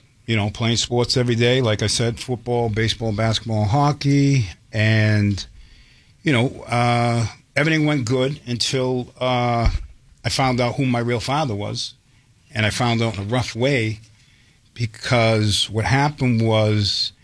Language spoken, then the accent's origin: English; Revere, Massachusetts, United States; also born or lived in Boston / East Boston / North End; I was born in Boston, grew up in Revere. Lived in East Boston and lived in the North End. I had the benefits of three cities.